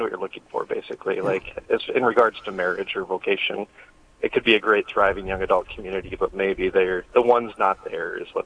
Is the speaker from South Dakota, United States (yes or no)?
yes; Sioux Falls, South Dakota, United States; I'm from Sioux Falls. I go to St. Lambert Parish.